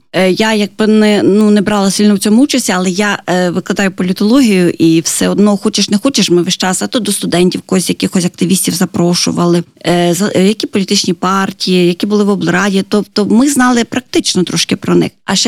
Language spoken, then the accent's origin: Ukrainian; Lviv Oblast, Ukraine; Львівщина.